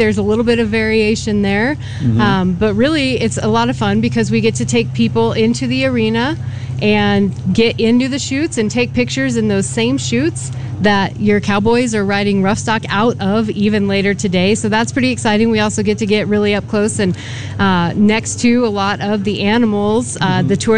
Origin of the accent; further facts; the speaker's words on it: New Mexico, United States; also born or lived in Texas; now in Cheyenne, United States; I'm originally from New Mexico and Texas. My parents have a ranch in New Mexico, nice. But I've been in Cheyenne for almost 20 years and in Wyoming for over 20 years.